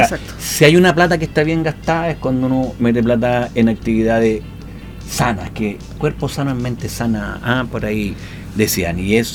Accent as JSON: {"language": "Spanish", "country": "Chile", "said": "yo soy chileno"}